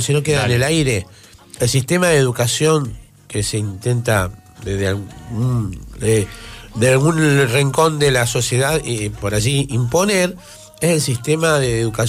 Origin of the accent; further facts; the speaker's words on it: Rosario, Santa Fe, Argentina; moved away as an adult; also born or lived in Fray Luis Beltrán; now in Barrio Buchar, Argentina; hasta los 33, vivía en Rosario. Ya para el año 2004, me mudé transitoriamente a Beltrán por 7 años.